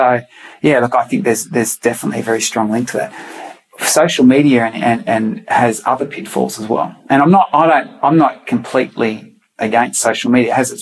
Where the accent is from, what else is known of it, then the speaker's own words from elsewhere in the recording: Australia; I'm an Aussie